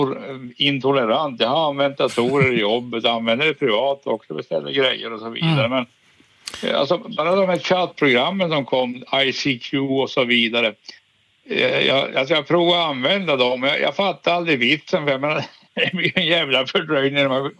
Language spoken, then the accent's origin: Swedish; Norrbotten County, Sweden; Så, alltså, jag vet inte om min dialekt avslöjar mig. Jag är i Tornedalen i grunden. Hela trakten.